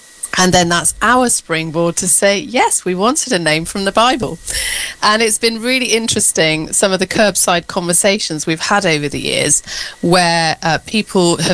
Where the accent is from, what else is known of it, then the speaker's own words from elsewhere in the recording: Weston-super-Mare, South West England, United Kingdom; born there; also born or lived in Germany; now in Devon, United Kingdom; I then moved to Weston-super-Mare, so in the West Country, where I went to school and all the rest of it. But now I live down in Devon